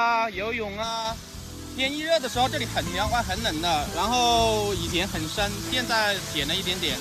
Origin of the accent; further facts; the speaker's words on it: Pingjiang, Hunan, China; 平江县嘉峪镇嘉峪镇连云村。